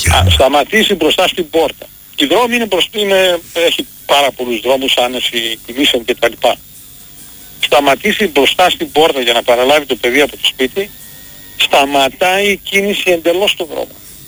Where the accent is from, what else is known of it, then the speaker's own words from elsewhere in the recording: Macedonia, Greece; είμαι Μακεδόνας.